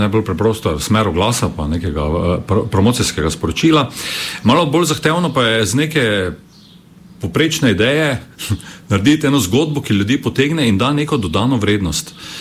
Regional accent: Styria, Slovenia; to našo štajarsko, bi rekel, pripadnost

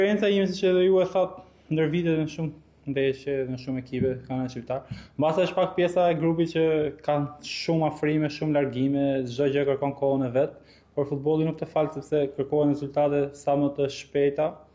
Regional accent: Elbasan, Elbasan County, Albania; born or raised there

